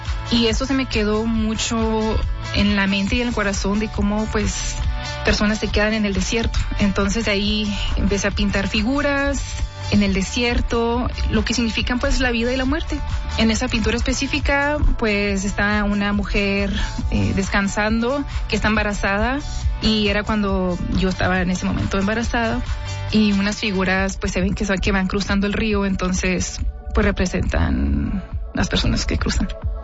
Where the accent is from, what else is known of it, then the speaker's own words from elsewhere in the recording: Mexico; son personas de que son de Chihuahua, o sea, son características de lo que somos, mexicanos.